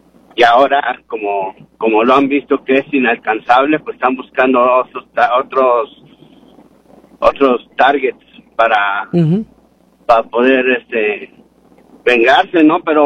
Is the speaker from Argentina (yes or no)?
no; Mexico; soy estadounidense mexicano.